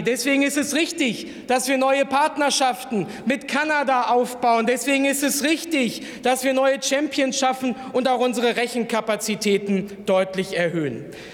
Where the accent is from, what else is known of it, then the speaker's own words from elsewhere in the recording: Germany; als Deutsche